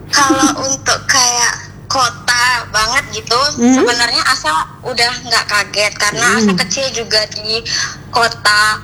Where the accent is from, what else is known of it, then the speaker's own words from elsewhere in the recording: Natuna, Riau Islands, Indonesia; also born or lived in Pontianak; Sebenarnya asal itu dari kecil di Natuna. Terus SD-nya pindah ke Kota Pontianak.